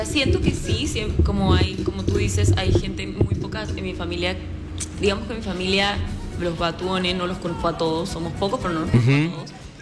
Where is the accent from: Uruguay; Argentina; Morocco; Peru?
Peru; El apellido es italiano, yo soy peruana, uh-huh. Pero digamos que tengo familia italiana.